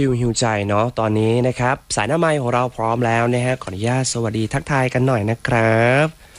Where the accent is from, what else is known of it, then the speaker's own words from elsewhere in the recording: Chaiyaphum, Thailand; โคราชบ้านเองโอ้คนบ้านเดียวกับผมเลยนะแต่ว่าผมเป็นคนชัยภูมิเนาะ